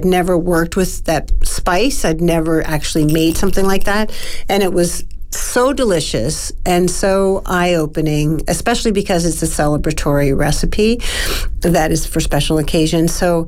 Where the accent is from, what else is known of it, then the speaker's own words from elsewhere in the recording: New Orleans, Louisiana, United States; You know, we can go anywhere in the world, and when we say we're from New Orleans, people's faces just light up